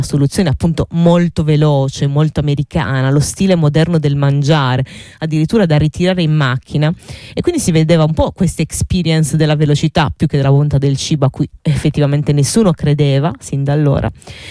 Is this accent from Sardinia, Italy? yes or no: yes; Sardinia, Italy; pur essendo sarda